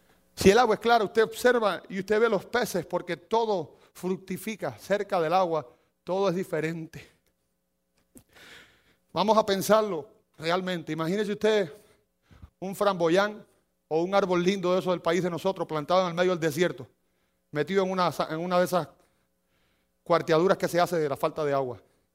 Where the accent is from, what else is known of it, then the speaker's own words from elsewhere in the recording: Cuba; moved away as an adult; Yo recuerdo una vez cuando yo llegué, acabo de llegar de Cuba, imagínense usted, yo era todavía, me estaba sacudiendo la sal de los pies.